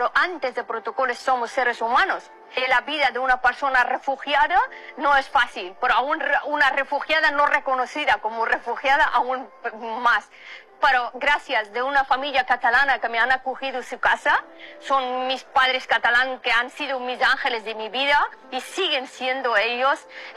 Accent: Afghanistan; moved away as an adult; now in Spain; Desde hace mucho tiempo que vivo en España, soy activista por los derechos humanos y nací, crecí en Afganistán hasta 21 años, viví en Afganistán.

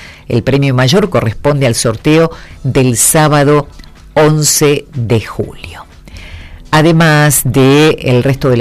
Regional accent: Argentina; Si no sufrimos, no somos argentinos.

